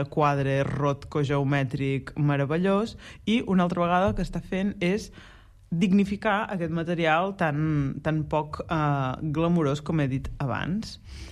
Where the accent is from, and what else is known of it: Blancafort, Catalonia, Spain; born or raised there